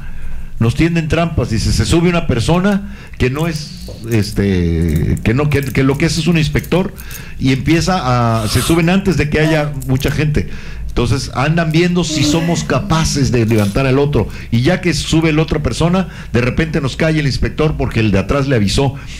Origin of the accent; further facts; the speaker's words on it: Tabasco, Mexico; esa buena onda que somos los tabasqueños